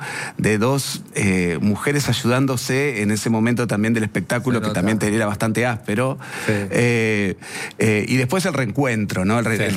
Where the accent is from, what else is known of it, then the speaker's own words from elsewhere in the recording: Carmen de Patagones, Buenos Aires Province, Argentina; yo soy oriundo de Carmen de Patagones.